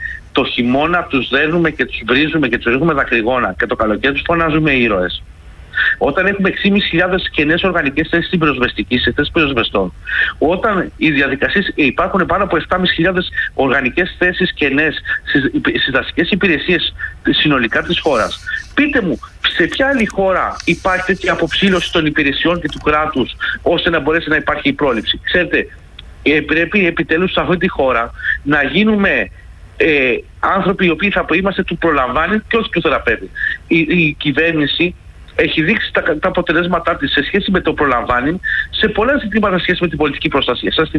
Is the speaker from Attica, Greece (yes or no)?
yes; Attica, Greece